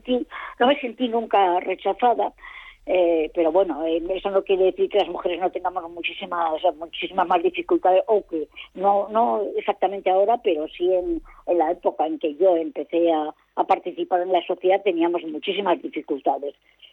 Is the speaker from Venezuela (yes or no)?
no; Gijón, Asturias, Spain; also born or lived in San Sebastián; Sí, nací casualmente en San Sebastián, por eso no puedo ser hija predilecta, tengo que ser hija adoptiva. Lo que pasa es que efectivamente Gijón desde el primer mes y Asturias son mi ciudad y mi región.